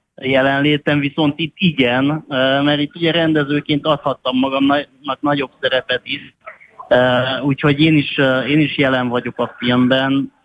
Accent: Transylvania, Romania; Hát nekem is egyébként a gyerekként én egy erdélyi faluban nőttem fel

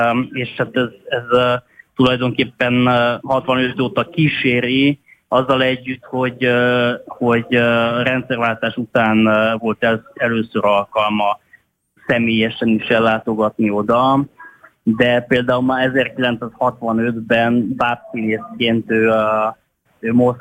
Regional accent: Transylvania, Romania; gyerekként én egy erdélyi faluban nőttem fel

